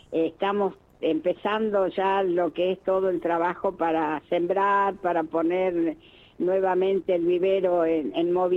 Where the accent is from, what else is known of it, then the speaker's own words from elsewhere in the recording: Chaco, Argentina; born there; moved away; yo ya nací en el campo. Yo soy chaqueña y nací en el campo.